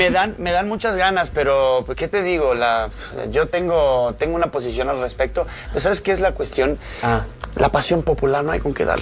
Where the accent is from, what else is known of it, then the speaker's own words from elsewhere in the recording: Argentina; Sí, yo como argentino lo sé, o sea, en pleno desmadrito que traemos